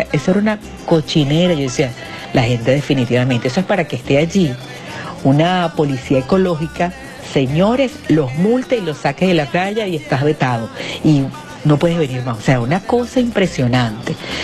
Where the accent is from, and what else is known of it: Venezuela